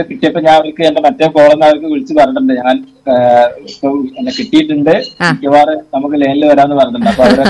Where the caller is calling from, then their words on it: Kondotty, Kerala, India; Malappuram Kondotty.